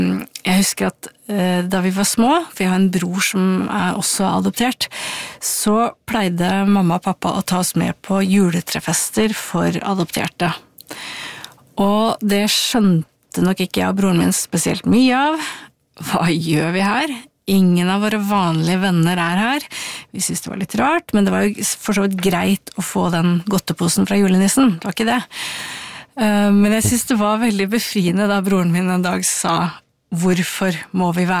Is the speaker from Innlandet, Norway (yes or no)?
yes; Ilseng, Innlandet, Norway; jeg kanskje la identiteten min mest I at jeg kom fra Ilseng, som var på en måte bondelandet.